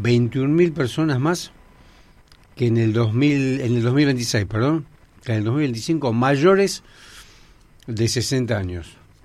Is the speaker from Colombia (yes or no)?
no; Argentina